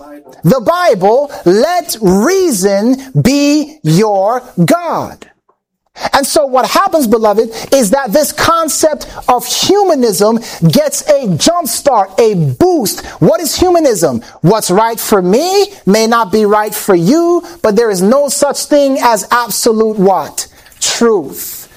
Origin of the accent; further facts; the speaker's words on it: Jamaica; I'm Jamaican